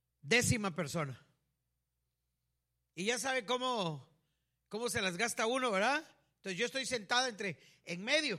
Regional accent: Tapachula, Chiapas, Mexico; yo vengo de Tapachula.

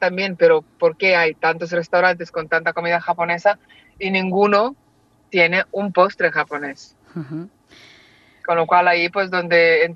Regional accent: Moldova; now in Barcelona, Spain; En una tienda en Moldavia, de donde soy yo, hace como 10 años, y me ha parecido una buena idea y que pensé que podría triunfar en España, bueno, en Barcelona

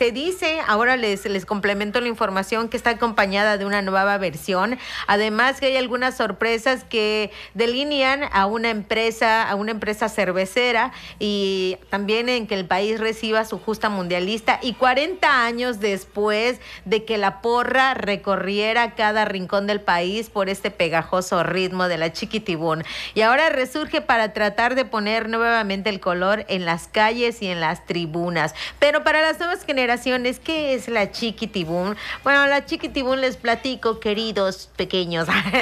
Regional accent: Mexico; En México, nuestro país

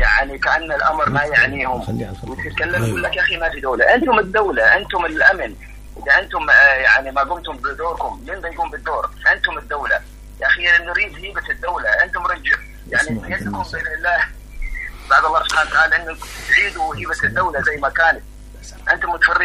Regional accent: Mukalla, Hadhramaut, Yemen; انا ابن المكلا، القديمه، ونشاهد كل يوم الاخرين بجنبنا عند اصحاب المرور

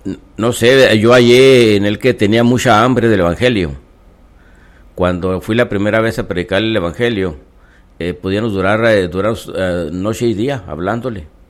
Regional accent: Chihuahua, Mexico; moved away as an adult; also born or lived in Ojinaga; now in United States; No, yo soy de cerquitas de Parral, Chihuahua.

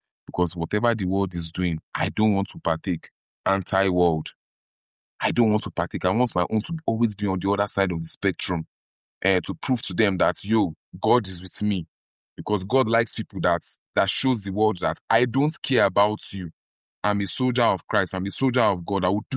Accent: Lagos, Nigeria; born there; moved away; also born or lived in Abuja; I was born in Lagos and I moved to Abuja.

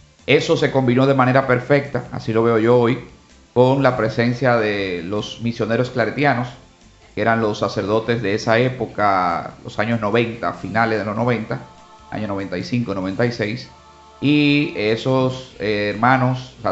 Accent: Puerto Plata, Dominican Republic; born there; also born or lived in Moca, Dominican Republic; yo vengo del seno de una familia muy católica, muy cristiana, practicante. Yo llegué a Puerto Plata bien pequeñito. Vinimos desde Moca. Bueno, habíamos vivido un tiempo también fuera del país, pero mi familia oriunda es de Moca.

